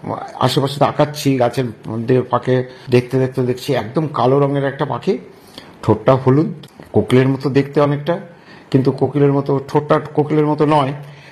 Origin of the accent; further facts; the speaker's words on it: West Bengal, India; also born or lived in Kolkata; now in Santiniketan, India; আমার ছোটবেলাটা কেটেছে শহরে নয়, গ্রামে, বসিরহাটে ওদিকের একটা গ্রামে আমাদের গ্রামের বাড়ি ছিল। সেখান থেকে পরে কিছুদিনের জন্য শহরে এসেছিলাম, কলকাতায় ছিলাম, তারপরে তো আবার শান্তিনিকেতনে আসি। শান্তিনিকেতনটাকে গ্রাম বলা যায় না, আবার শহরও বলা যায়